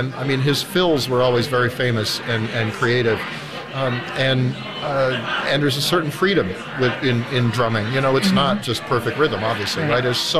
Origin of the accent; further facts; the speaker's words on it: Vancouver, British Columbia, Canada; Now, I grew up in Vancouver, so we listened to CBC radio, right?